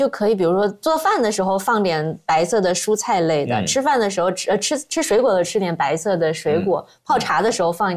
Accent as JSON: {"language": "Chinese", "town": "Laiyang", "region": "Shandong", "country": "China", "tie": "born or raised there", "moved": "yes", "said": "我们老家那儿，莱阳梨。"}